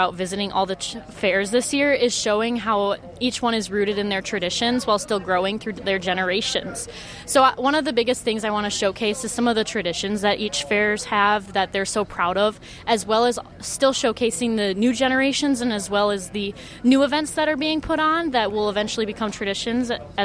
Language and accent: English; Kenosha County, Wisconsin, United States; So I'm from Kenosha County, which is in the southeastern part of the state.